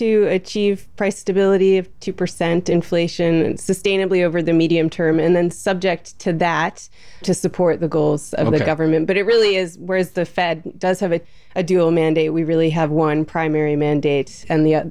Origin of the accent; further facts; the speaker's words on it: United States; now in United Kingdom; as you can tell from my accent. And also from my background, I'm a little bit of both, although actually I'm also British.